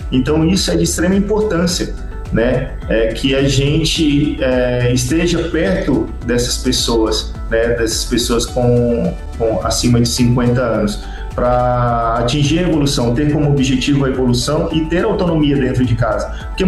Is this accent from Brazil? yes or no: yes; Acre, Brazil; moved away; Eu sou do Acre, moro longe da minha mãe, moro longe da minha família